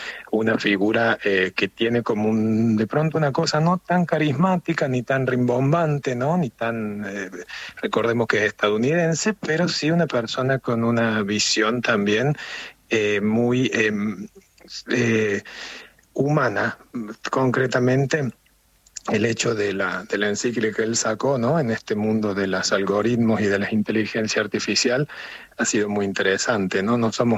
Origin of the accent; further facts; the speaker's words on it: Argentina; Y creo que como argentinos nos va a hacer bien.